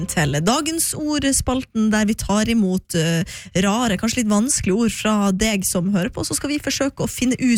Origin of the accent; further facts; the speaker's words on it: Vestland, Norway; jeg er fra Sogn og Fjordane.